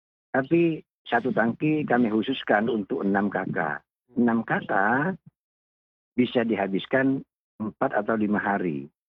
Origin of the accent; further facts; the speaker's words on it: Sumenep, East Java, Indonesia; di desa kami, di Desa Montorna, Kecamatan Pasongsongan